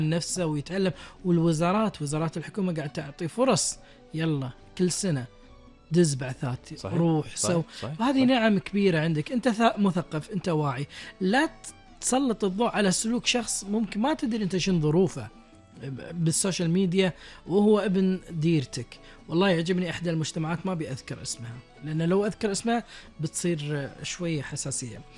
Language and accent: Arabic; Kuwait; إحنا كشباب كويتيين